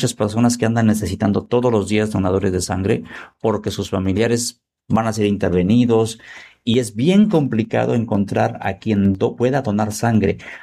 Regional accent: Zamora, Michoacán, Mexico; Porque la señal de televisión era en mi pueblo, en el rancho allá, orgullosamente de Zamora Ventura.

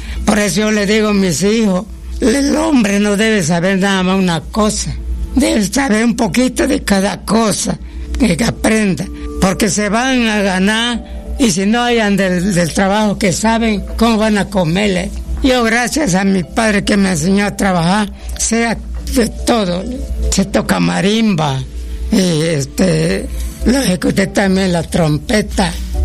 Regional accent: Mexico; now in Nuevo Usumacinta, Mexico; Ahí nacimos y ahí quedó nuestro ombligo.

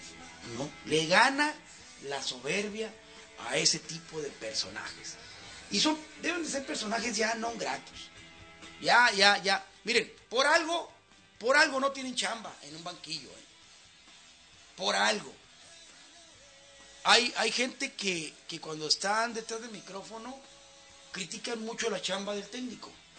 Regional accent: Mexico; Nosotros como mexicanos podremos tener muchos defectos

